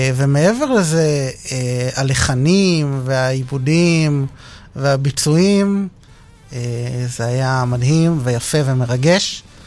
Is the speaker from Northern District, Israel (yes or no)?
no; Rishon LeZion, Central District, Israel; now in Holon, Israel; אני מחולון, במקור מראשון.